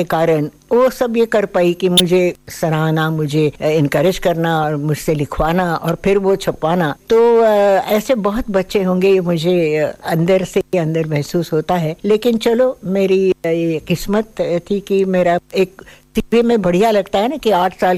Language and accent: Hindi; Pune, Maharashtra, India; also born or lived in Lucknow; हाँ, पुणे आ गई और नाना के पास, मतलब अपने पिता के पास, मेरे नाना अप्पा हम कहते थे। और तब से मैं उनकी छत्र छाया में पली बड़ी।